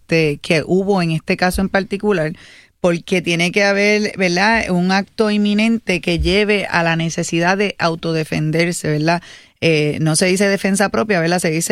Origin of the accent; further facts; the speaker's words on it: Guayama, Puerto Rico; un saludo grande de mi parte, de Guayama.